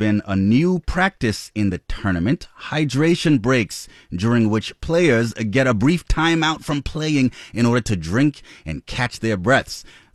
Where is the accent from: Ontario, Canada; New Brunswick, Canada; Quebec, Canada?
Quebec, Canada; Montreal; I'm happy to pay forward the kind of support I received while I was growing up in Montreal's Black community.